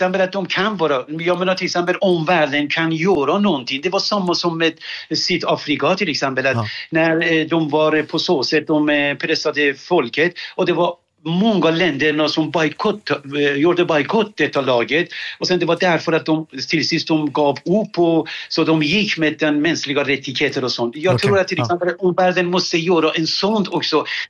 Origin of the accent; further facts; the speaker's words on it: Iran; Swedish is a second language; now in Sweden; Jajamän, jag är ursprungligen från Iran.